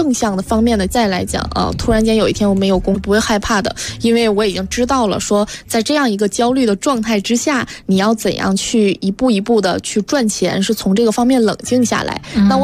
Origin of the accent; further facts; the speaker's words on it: China; 比如说我们中国人经常说鸡蛋不要放在同一个篮子里